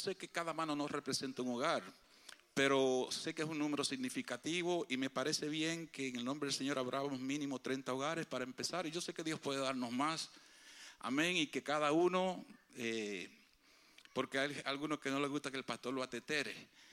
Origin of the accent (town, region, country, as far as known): Dominican Republic